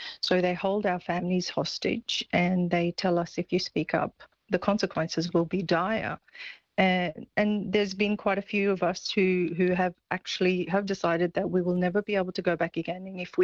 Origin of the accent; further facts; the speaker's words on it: Australia; from my perspective as an Australian citizen, I think I will be prevented from travelling to certain regions across the world